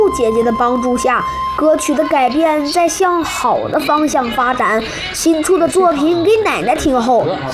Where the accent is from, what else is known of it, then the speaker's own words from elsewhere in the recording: Zibo, Shandong, China; born there; 这是我家乡的声音